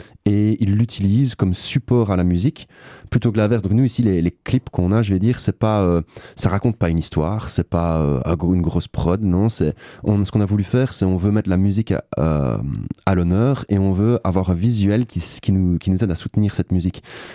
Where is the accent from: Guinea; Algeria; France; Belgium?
Belgium; Liège, Wallonia; je suis liégeois, donc je saurais pas te dire à quel point ça m'influence ou pas, vu que c'est moi.